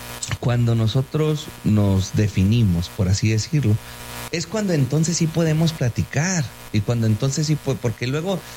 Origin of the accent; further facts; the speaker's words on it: Chihuahua, Mexico; primero somos chihuahuenses y primero somos humanos?